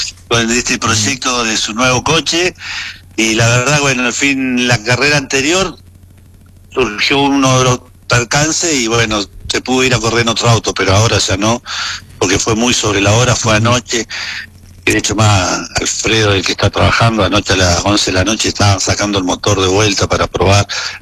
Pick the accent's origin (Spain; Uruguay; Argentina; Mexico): Argentina; Junín; A mí lo que me importa es que quede bien visto mi pueblo.